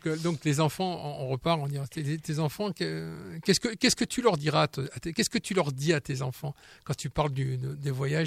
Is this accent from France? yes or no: no; Rimini, Emilia-Romagna, Italy; Je suis plus de l'autre côté sur l'Adriatique. Moi, je suis côté de Rimini.